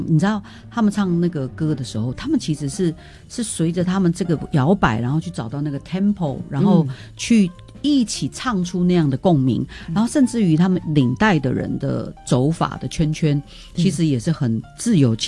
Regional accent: Taiwan

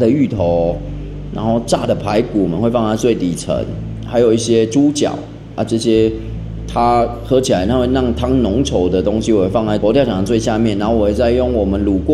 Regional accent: southern Taiwan, Taiwan; 因为我们是南部人，

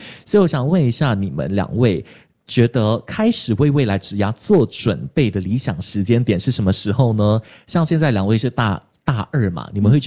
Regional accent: Malaysia; moved away as an adult; now in Taiwan; 就像是我自己，我是马来西亚来到台湾留学的

